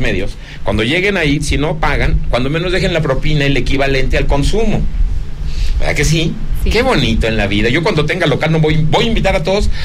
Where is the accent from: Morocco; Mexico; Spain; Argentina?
Mexico; Zacatecas; Estamos en mi tierra, Zacatecas.